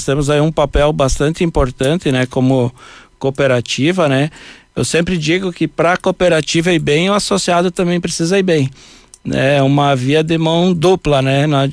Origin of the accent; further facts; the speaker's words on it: Encantado, Rio Grande do Sul, Brazil; moved away as an adult; por 5 anos estarmos nessa cidade maravilhosa aqui, né? A cidade minha cidade natal, né? Nasci, me criei aqui